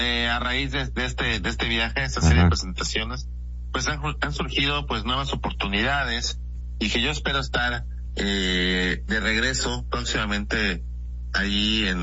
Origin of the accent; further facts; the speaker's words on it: Mexico; al menos como mexicano, en España